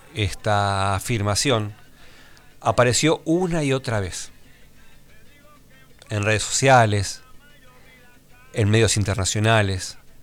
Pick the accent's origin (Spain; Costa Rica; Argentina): Argentina